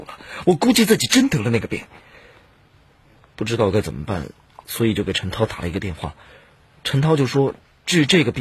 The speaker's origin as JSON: {"language": "Chinese", "area": "near Zhenping County", "region": "Henan", "country": "China", "tie": "born or raised there", "moved": "yes", "lives_now": "Shanghai, China", "said": "镇平县距离我们老家30多公里。"}